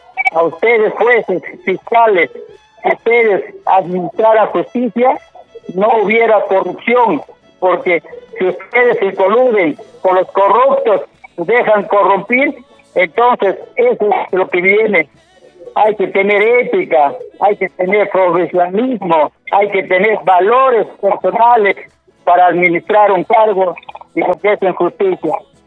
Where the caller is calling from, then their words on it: Chimbote, Ancash, Peru; Yo llamo desde Chimbote y ese es el clamor también de muchos chimbotanos